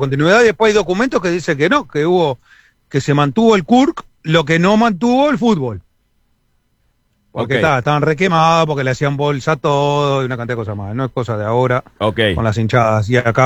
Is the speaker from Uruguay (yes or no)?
yes; Uruguay; yo soy uruguayo